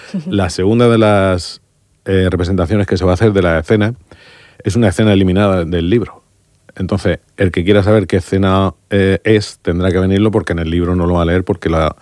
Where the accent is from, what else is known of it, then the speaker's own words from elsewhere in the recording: Mula, Region of Murcia, Spain; Al final yo soy muleño de raíces y de convicción. Y creía que el día del lanzamiento tenía que hacerlo en mi pueblo.